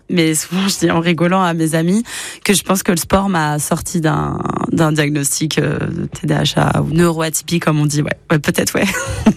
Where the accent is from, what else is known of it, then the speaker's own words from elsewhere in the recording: Limoges, Nouvelle-Aquitaine, France; Mais ma base, c'est toujours resté Limoges. Moi, je suis Limougeaux de cœur et d'âme. Je suis née à Limoges. J'ai fait toutes mes études à Limoges